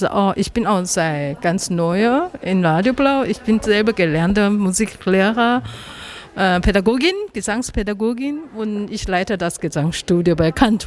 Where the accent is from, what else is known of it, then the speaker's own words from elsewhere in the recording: Taiwan; Persönlich komme ich aus Taiwan.